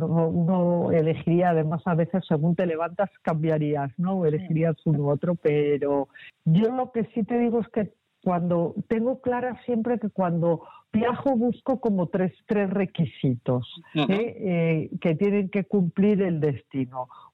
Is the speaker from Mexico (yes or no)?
no; Zamora, Castile and León, Spain; born there; also born or lived in Bahamas; Yo siempre digo que soy gallega de corazón, zamorana de nacimiento, que he vivido en sitios pues tan exóticos como las Bahamas y hoy día pues vivo con un pie en Galicia y el otro en Madrid.